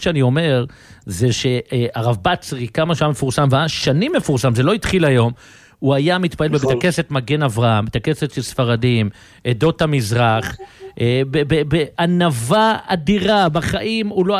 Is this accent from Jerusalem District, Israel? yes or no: yes; Jerusalem, Jerusalem District, Israel; אני גדלתי בשכונת קריאת סנס בירושלים, איפה שאבי מימרן, ידידנו גדל גם, הוא כמה שנתונים מעליי.